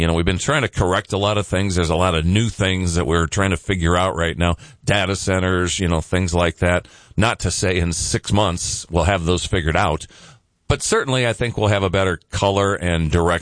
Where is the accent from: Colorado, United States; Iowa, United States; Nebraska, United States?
Nebraska, United States; Well, and I grew up in the Omaha area in a little town, kind of the Lenox equivalent, you know, in terms of distance from Omaha.